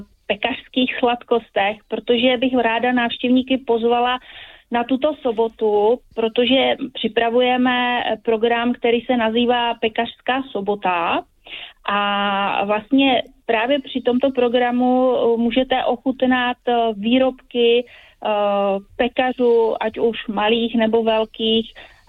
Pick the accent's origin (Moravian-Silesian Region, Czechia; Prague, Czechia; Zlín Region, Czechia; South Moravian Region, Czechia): Zlín Region, Czechia; ale můžeme také ochutnat frgál, nebo u nás na Valašsku se také říká vdolek, s ořechovou náplní.